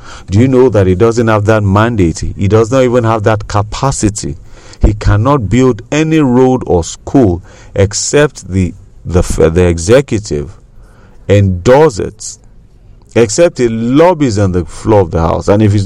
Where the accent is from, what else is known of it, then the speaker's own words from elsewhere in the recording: Nigeria; As a Nigerian, you need to know your country.